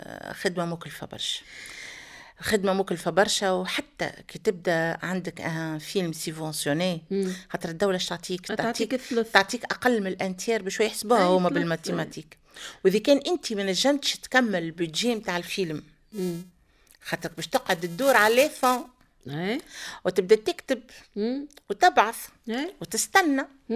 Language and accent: Arabic; Tunisia